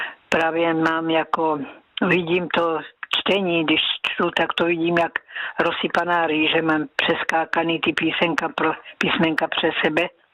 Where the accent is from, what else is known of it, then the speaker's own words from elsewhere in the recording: Násedlovice, South Moravian Region, Czechia; To jsme chodili do kostela, pocházím z Násedlovic a přes pole jsme chodili do Klobouk do Brna.